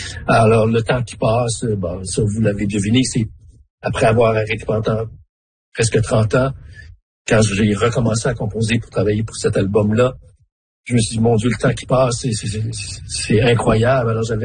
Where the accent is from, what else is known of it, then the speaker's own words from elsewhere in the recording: Smooth Rock Falls, Ontario, Canada; je suis né à Smooth Rock Falls, petit village du nord de l'Ontario.